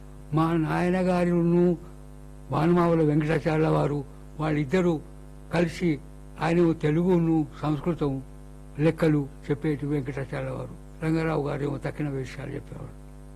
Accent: Madikonda, Telangana, India; ఇది ఈ విధంగా నా బాల్యం అక్కడ. మడికొండలో కూడా నా బాల్యం చెల్లినప్పుడు

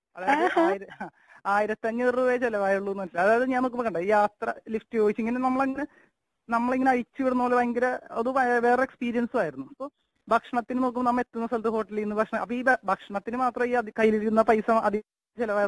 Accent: Kochi, Kerala, India; born there; അങ്ങനെ ഇപ്പൊ ഞാൻ ഇവിടെ എറണാകുളത്ത് നെട്ടൂരാണ്, അതായത് തറവാട് കൊച്ചിയിലായിരുന്നു. 2007 മുതൽ നെട്ടൂരേക്ക് വരുമ്പോ

